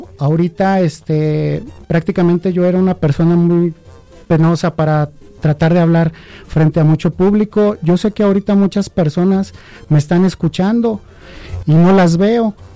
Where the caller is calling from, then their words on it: León, Guanajuato, Mexico; Y yo formo parte de un grupo de aquí de León, Guanajuato, que se llama